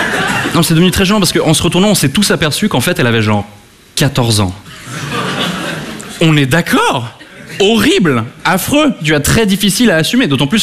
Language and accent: French; Switzerland; Ça surprend les Parisiens parfois quand j'explique que je suis suisse